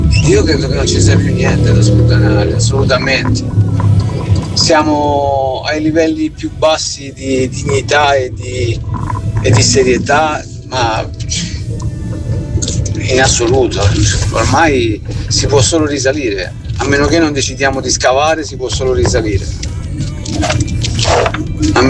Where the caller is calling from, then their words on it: Genoa, Liguria, Italy; Buongiorno a tutti … da Genova.